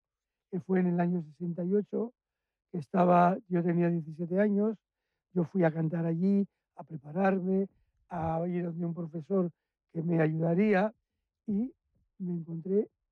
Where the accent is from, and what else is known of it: Bilbao, Basque Country, Spain; born or raised there